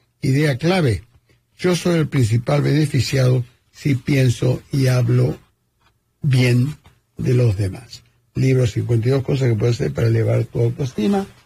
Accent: Argentina; now in Canada; como argentino me gusta comer carne

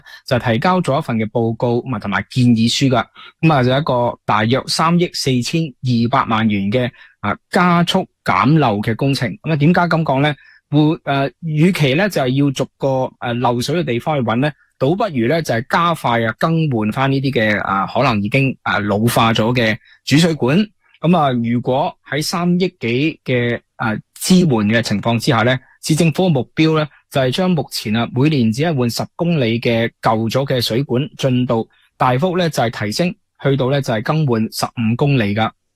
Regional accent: Guangdong, China; 我哋系广东人俗语啊，

